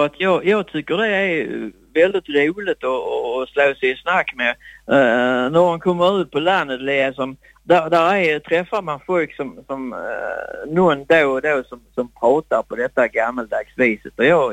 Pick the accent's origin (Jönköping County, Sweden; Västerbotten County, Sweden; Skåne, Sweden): Skåne, Sweden; accent: Scanian (skånska); jag brukar skoja och säga att jag är tvåspråkig. Jag pratar både skånska och svenska.